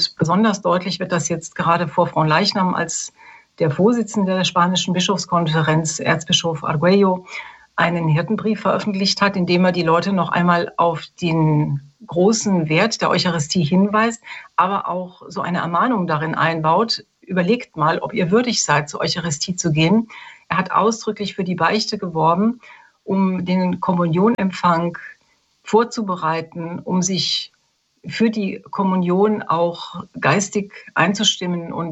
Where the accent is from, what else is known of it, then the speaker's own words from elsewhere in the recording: Germany; Man kann sich das als Deutscher gar nicht vorstellen, wie entschlossen die Leute sind, hier ein Fest zu feiern